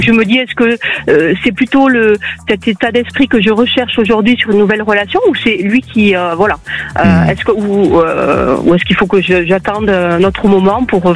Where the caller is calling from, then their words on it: Occitanie, France; Alors, d'Occitanie.